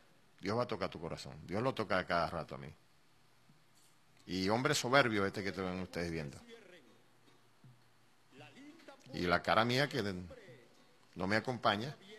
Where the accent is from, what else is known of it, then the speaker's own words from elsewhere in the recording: Cantaura, Anzoátegui, Venezuela; allá en mi pueblo, en Cantaura, en Chamariapa, donde nací hace 61 años.